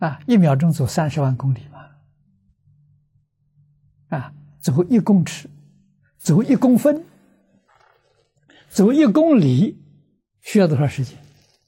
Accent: China

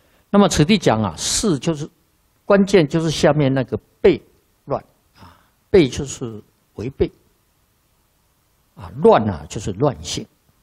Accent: China; 那么在我们中国人啊，办这个酒席啊，无酒不成席啊

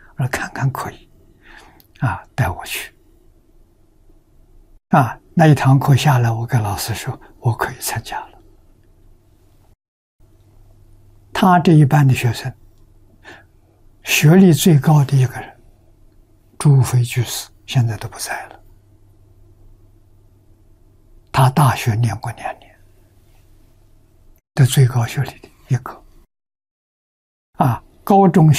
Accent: Anhui, China; moved away; 在家乡，啊，我们家乡占了一点便宜，占桐城派的光。啊，乡下的小朋友都读私塾，啊，我3岁从

